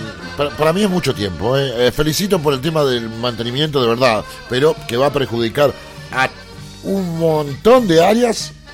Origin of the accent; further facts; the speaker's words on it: Entre Ríos, Argentina; en nuestro Entre Ríos